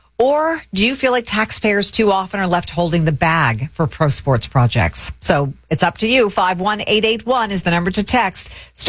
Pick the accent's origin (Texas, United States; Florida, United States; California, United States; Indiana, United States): California, United States; Sacramento; I remember visiting Europe, and whenever anyone would find out I was from Sacramento, the first thing they talk about is the Kings.